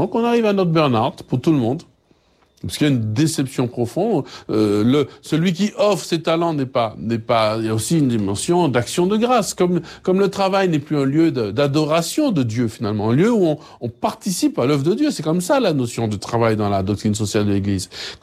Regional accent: Martinique; chez nous, en Martinique

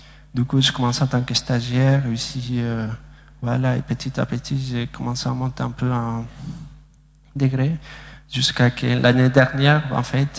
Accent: Bolivia; moved away; j'ai 25 ans et je suis bolivien. Je viens de la Bolivie, en fait, je se trouve en Amérique du Sud. Et voilà. Et du coup, en fait, moi je suis diplômé en réalisation cinématographique à Paris.

